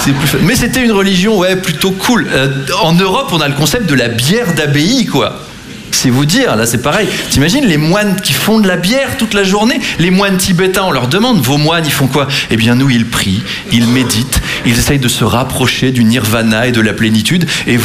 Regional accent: Versailles, Île-de-France, France; Moi, j'ai grandi à Versailles, hein, très très catholique comme environnement

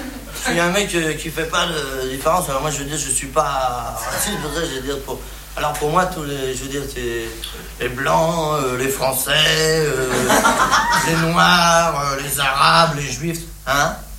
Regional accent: France; je suis bien placé, hein, je suis français

